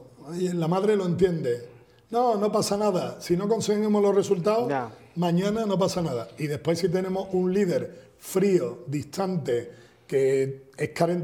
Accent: Spain

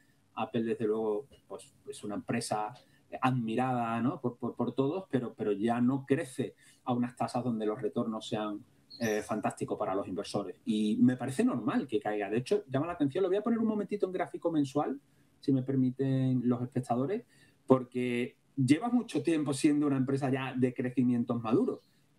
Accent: Andalusia, Spain

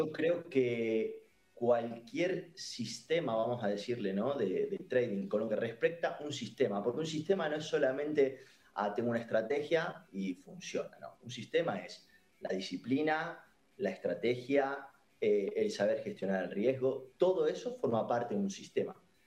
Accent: Argentina; moved away as an adult; now in Spain; yo que vengo de Argentina, que es un lugar que por ahí está muy aislado o lo estaba, digamos, ¿no?, de todo esto y te encontrás, yo llevo 4 años en España

